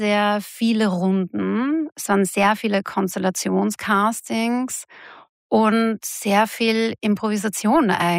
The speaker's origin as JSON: {"language": "German", "region": "Salzburg", "country": "Austria", "said": "Und ich bin ja aus Salzburg, es ist ja sehr nahe. zu dem Dialekt vor Ort."}